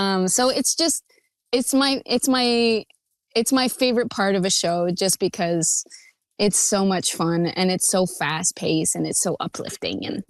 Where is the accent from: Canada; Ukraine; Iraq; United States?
Canada; Manitoulin Island, Ontario; like my roots from Northern Ontario. And when I wrote this song, you know, I was definitely thinking of my hometown, my family, Manitoulin Island, you know, the beautiful landscape that we get to live on and my childhood.